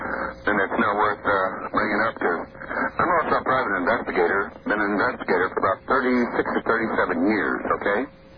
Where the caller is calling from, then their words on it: Ellensburg, Washington, United States; I'm calling from Ellingsburg, Washington.